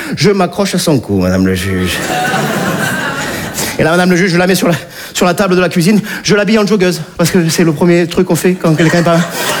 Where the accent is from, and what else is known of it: Nice, Provence-Alpes-Côte d'Azur, France